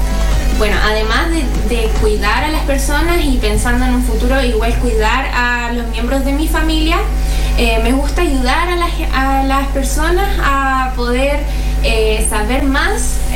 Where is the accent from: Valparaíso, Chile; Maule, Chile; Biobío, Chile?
Biobío, Chile; Los Ángeles; Soy de Los Ángeles